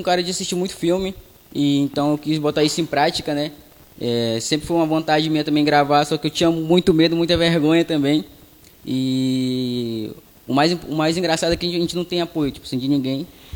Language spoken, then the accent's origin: Portuguese; Anamã, Amazonas, Brazil; moved away as an adult; now in Cabo Frio, Brazil; Eu sou da comunidade, lá do município de Anamã, aqui em Manaus.